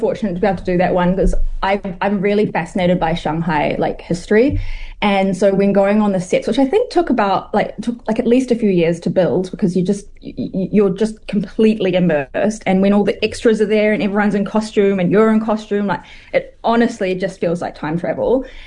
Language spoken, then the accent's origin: English; New Zealand; moved away as an adult; also born or lived in Wellington; now in China; I grew up speaking Chinese, even though I grew up in New Zealand.